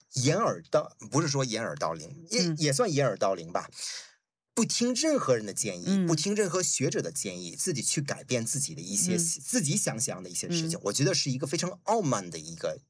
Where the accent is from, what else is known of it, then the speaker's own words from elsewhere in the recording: New Zealand; 尤其是像我们90年代的移民，所以这一点是不可能否认的。但是同时我们这个年代因为在这里长大